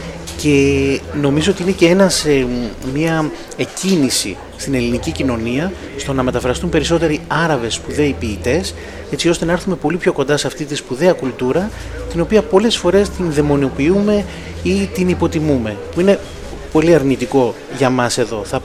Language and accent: Greek; Greece; Τώρα θα μιλήσω ως Έλληνας, όχι ποιητής, ως Έλληνας πολίτης που βλέπουμε από μακριά όλα αυτά που γίνονται.